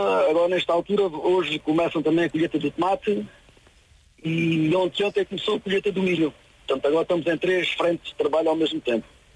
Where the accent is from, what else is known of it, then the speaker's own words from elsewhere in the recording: Estremoz, Alentejo, Portugal; Estremoz mesmo, em Santa Maria.